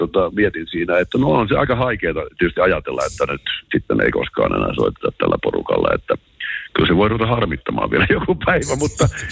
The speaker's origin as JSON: {"language": "Finnish", "town": "Joensuu", "region": "North Karelia", "country": "Finland", "said": "me tultiin Joensuusta"}